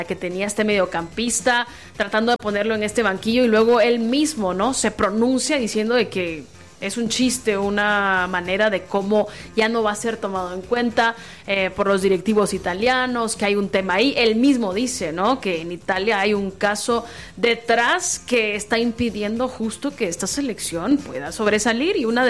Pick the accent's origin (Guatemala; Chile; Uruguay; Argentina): Guatemala; Guatemala justo caiga 1-0 en ese partido contra Costa Rica, que era nuestro duelo directo, hablando como guatemalteca.